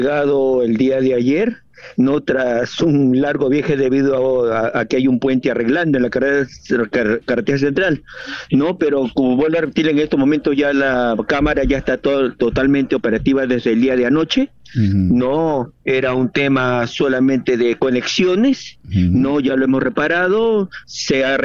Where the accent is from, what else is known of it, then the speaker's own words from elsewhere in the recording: Ica, Peru; Solamente para decirle, yo vengo de la provincia de Ica.